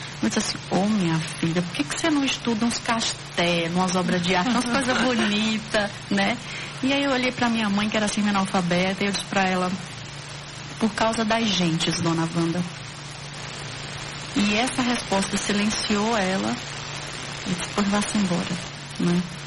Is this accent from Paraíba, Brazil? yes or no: yes; Paraíba, Brazil; moved away as an adult; also born or lived in Rio Grande do Sul / São Paulo; Porque eu saí da Paraíba, fui fazer mestrado no interior do Rio Grande do Sul, depois doutorado em São Paulo, saí rodando.